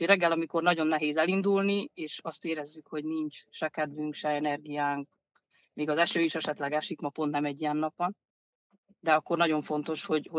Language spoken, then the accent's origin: Hungarian; Hungary; Magyarok vagyunk